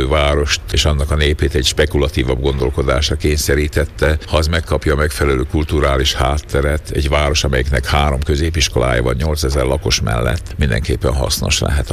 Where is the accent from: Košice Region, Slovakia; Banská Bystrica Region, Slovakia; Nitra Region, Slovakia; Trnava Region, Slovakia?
Nitra Region, Slovakia; Šahy; moved away; szülővárosom